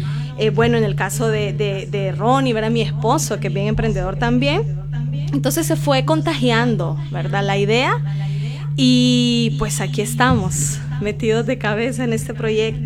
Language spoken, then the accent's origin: Spanish; Tegucigalpa, Francisco Morazán, Honduras; en la Kennedy. Crecí en la Kennedy, estudié en el Instituto Católico Emiliano